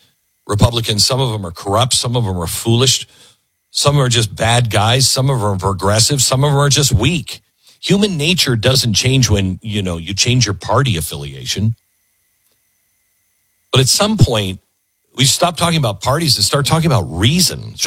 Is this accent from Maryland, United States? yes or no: no; Mount Vernon, Washington, United States; I grew up on the West Coast. I grew up in, don't hold this against me, I grew up in the Seattle area, Mount Vernon, Washington, a little teeny town north of Seattle.